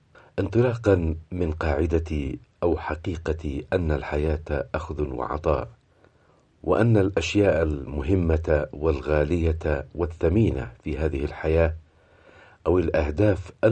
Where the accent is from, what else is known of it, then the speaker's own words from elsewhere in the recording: Yemen; وكل ذلك يرسخ حقيقة أننا كيمنيين أمام يمن آخر